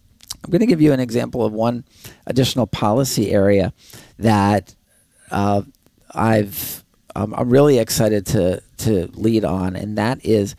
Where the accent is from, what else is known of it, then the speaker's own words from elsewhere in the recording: Wilmington, New York, United States; I was born and raised in the Adirondack Mountains.